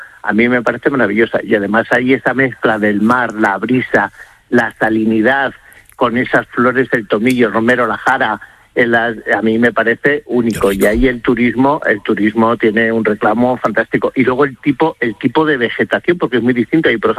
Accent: Castile and León, Spain; él era de cerca de mi pueblo, era de Piedrahíta, de al lado

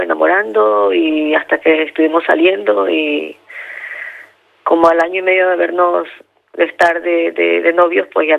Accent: Venezuela

